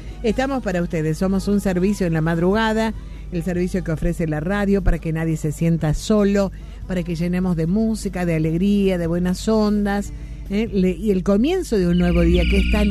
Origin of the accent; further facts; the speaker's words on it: Bell Ville, Córdoba, Argentina; Hola, Sus … de Belville, guardia, socio 177.